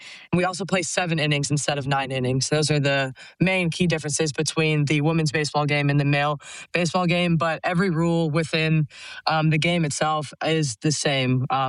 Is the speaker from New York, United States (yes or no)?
no; Atlanta, Georgia, United States; I would love to play for my hometown, my home city of Atlanta.